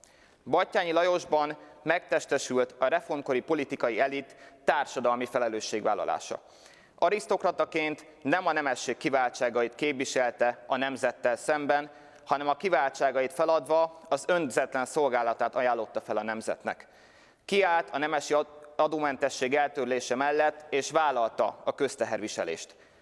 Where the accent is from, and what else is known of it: Hungary